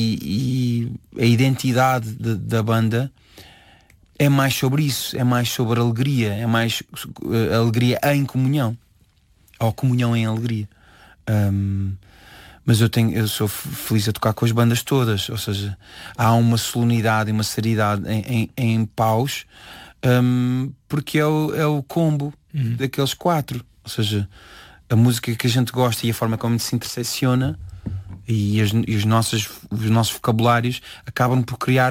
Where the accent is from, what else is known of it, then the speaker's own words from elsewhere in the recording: Sacavém, Lisbon, Portugal; born there; also born or lived in Arrentela / São João da Talha / Loures; eu passei a maior parte da minha infância em Sacavém.